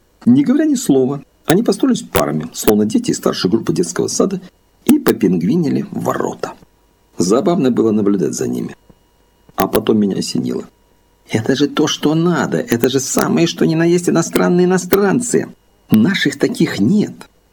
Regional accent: Russia; У меня что, на лице написано, что я из России?

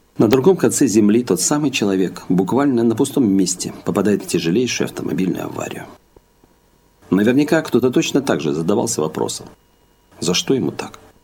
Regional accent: Belarus; moved away; Узнав, что я из Беларуси

